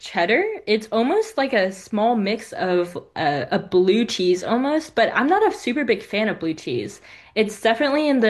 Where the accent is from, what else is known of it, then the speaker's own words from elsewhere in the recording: Raleigh, North Carolina, United States; I am from Raleigh, North Carolina